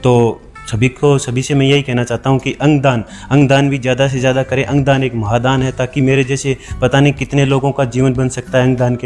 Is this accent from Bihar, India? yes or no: no; Fatehabad, Haryana, India; और मैं हरियाणा के फतेहाबाद का रहने वाला हूँ।